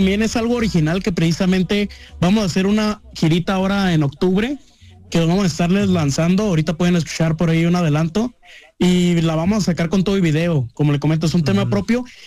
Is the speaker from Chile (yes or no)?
no; Mexico; uno como mexicano